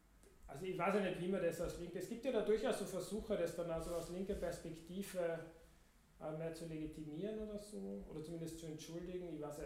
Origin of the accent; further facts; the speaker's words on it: Austria; wenn man für das deutsche Team ist, sage ich jetzt als Österreicher.